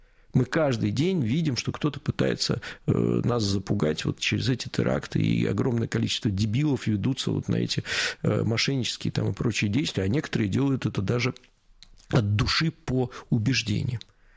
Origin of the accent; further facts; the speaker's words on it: Saint Petersburg, Russia; Я сам из Петербурга, как вы знаете.